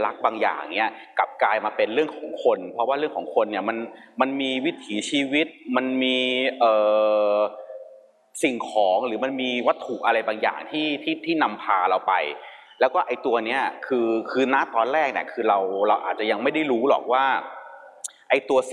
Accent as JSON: {"language": "Thai", "region": "Bangkok", "country": "Thailand", "tie": "born or raised there", "said": "ผมอาจจะเหมือนกับว่าเรียนและโตที่กรุงเทพแต่เหมือนกับว่าทางแม่จะมีเชื้อมอญพ่อจะเป็นคนใต้"}